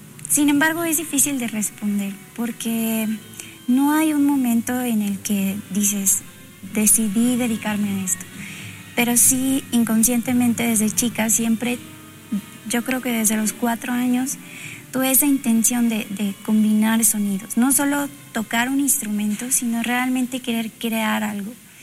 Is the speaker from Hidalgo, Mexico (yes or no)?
no; Veracruz, Mexico; moved away as an adult; also born or lived in Puebla; Después estudié formalmente en Puebla, aunque yo soy de Veracruz.